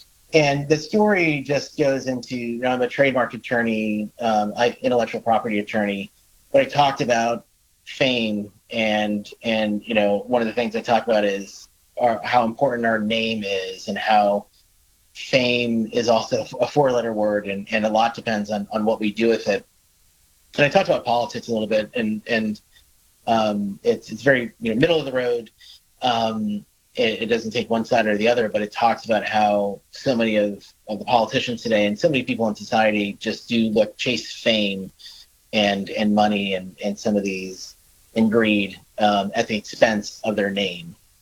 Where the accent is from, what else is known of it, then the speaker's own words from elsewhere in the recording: Bethel, Connecticut, United States; And I grew up in Bethel, Connecticut, which is very close to Newtown.